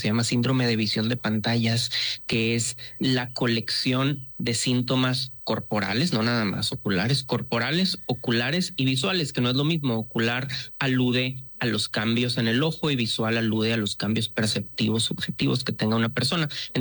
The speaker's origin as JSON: {"language": "Spanish", "town": "Reynosa", "region": "Tamaulipas", "country": "Mexico", "said": "No, soy de Reynosa, Tamaulipas."}